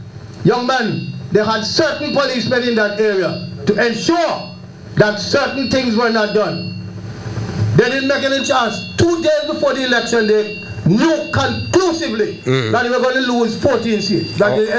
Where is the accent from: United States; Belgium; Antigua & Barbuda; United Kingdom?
Antigua & Barbuda; Liberta, Saint Paul; because we are little dunce from Green Hill in Liberta.